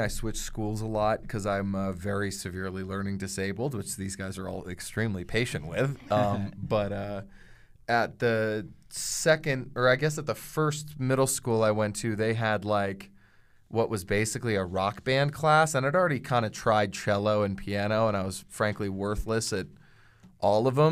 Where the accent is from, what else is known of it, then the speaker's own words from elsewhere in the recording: East Coast, United States; And basically, I grew up on the East Coast and luckily had a bunch of really incredible music teachers.